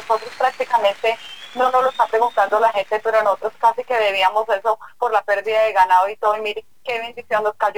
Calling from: Macanal, Boyacá, Colombia; De Macanal, Boyacá.

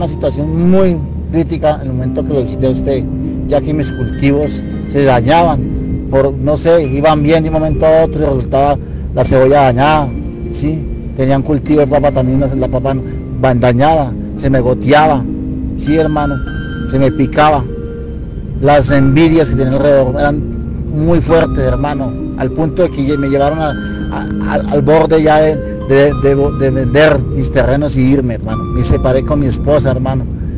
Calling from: Colombia; yo soy del municipio de Cucauta.

